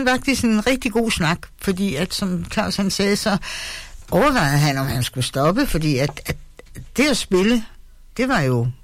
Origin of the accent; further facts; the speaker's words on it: Fredericia, Region of Southern Denmark, Denmark; Jeg er jøde, ja. Jeg er fra Fredericia.